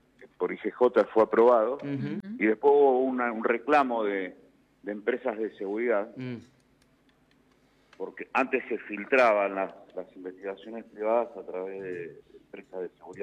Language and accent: Spanish; Mendoza, Argentina; born there; now in Buenos Aires, Argentina; Nací en Mendoza, sí.